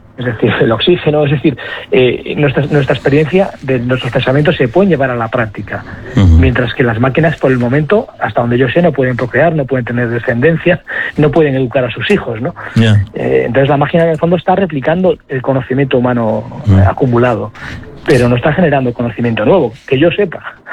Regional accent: Galicia, Spain; paseando por la playa allí en Galicia, en mi tierra

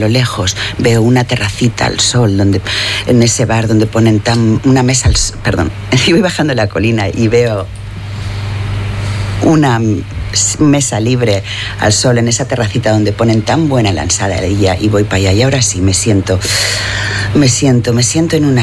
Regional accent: Balearic Islands, Spain; Y le explico que en mi pueblo, en Menorca, porque en realidad soy de Menorca, estropear se dice españar.

